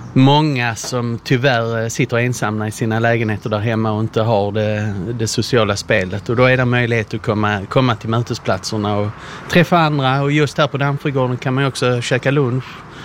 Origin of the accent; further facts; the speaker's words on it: Malmö, Skåne, Sweden; Jag är ju född och uppvuxen i Malmö och mina föräldrar är MFF-are